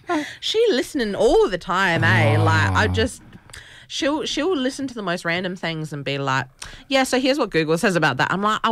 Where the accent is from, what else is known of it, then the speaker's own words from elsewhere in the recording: Adelaide, South Australia, Australia; me with being in Adelaide, you know, and forever, like, I grew up here. Yeah. Born and bred